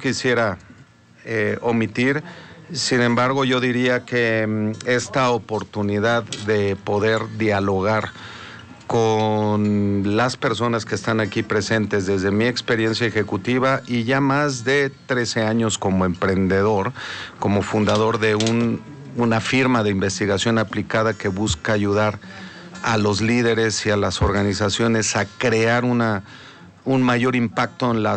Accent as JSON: {"language": "Spanish", "country": "Mexico", "tie": "born or raised there", "moved": "as an adult", "lives_now": "Germany", "said": "México es mi raíz, es en donde yo he nacido, en donde he crecido"}